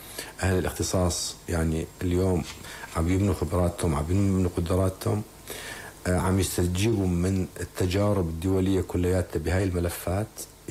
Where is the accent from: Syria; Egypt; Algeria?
Syria